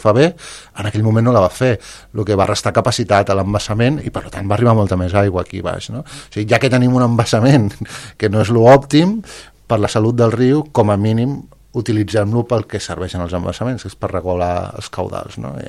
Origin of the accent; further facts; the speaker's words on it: Calafell, Catalonia, Spain; jo sóc de Calafell, però he treballat molts anys aquí a Cubelles